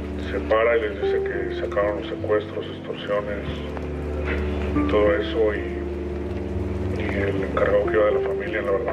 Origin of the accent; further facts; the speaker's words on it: Mexico City, Mexico; born there; now in Querétaro, Mexico; Nací en el Distrito Federal.